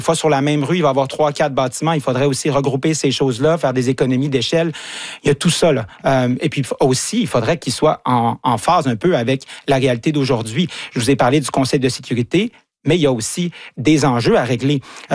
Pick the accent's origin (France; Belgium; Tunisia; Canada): Canada; ici qui a une chance un jour de devenir secrétaire général des Nations Unies, entre autres parce qu'on est Canadien.